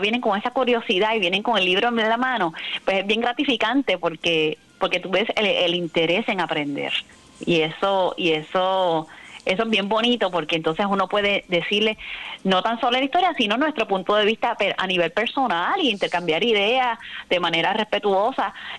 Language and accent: Spanish; Puerto Rico